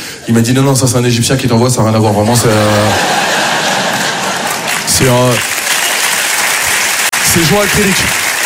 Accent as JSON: {"language": "French", "country": "France", "said": "je suis fier de mes origines et je suis fier d'être français, moi aussi. Je suis un bon français."}